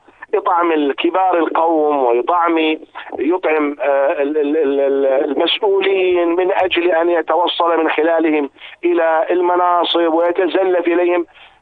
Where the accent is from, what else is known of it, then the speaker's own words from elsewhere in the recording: Jordan; عندنا في الأردن